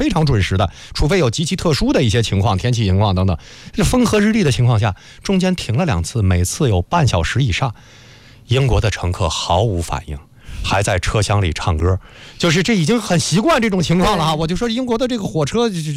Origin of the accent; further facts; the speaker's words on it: China; 我们中国人已经坐惯了高铁嘛